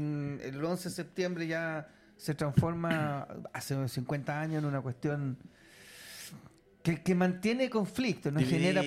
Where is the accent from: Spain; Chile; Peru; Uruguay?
Chile; para nosotros como chilenos coincide con una fecha emblemática.